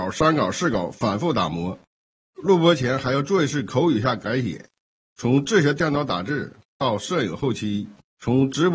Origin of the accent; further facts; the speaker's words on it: Jinzhou, Liaoning, China; 我们家乡锦州